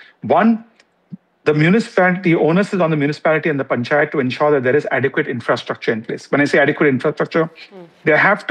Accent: India; as an Indian, as a citizen first

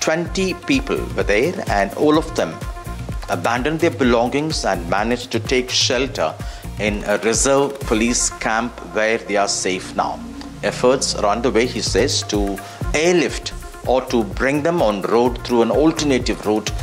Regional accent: Chennai, Tamil Nadu, India; from Chennai.

